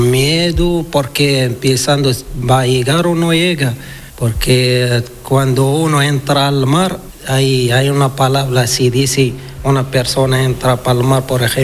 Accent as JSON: {"language": "Spanish", "town": "Laayoune", "country": "Western Sahara", "said": "Soy del Sahara Occidental de Laayoune, capital."}